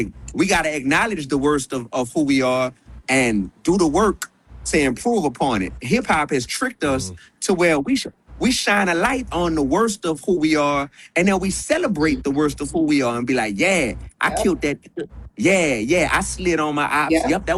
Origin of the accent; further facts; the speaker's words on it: New Orleans, Louisiana, United States; now in Milwaukee, United States; Even though I'm from New Orleans, I'm an adopted son of Milwaukee.